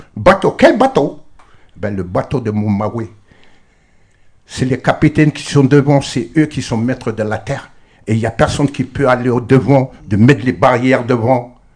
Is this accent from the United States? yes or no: no; New Caledonia; On sait très bien qu'on est, comme on appelle, on est des Kanak. On n'est pas des Français.